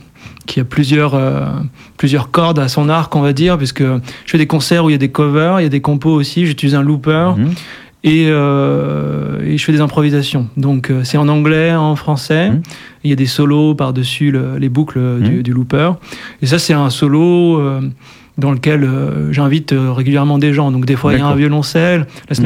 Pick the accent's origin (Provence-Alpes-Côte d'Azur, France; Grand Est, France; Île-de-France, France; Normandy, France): Île-de-France, France; moved away as an adult; now in Dordogne, France; je viens à la base de la région parisienne, je me suis installé en Dordogne il y a à peu près 10 ans.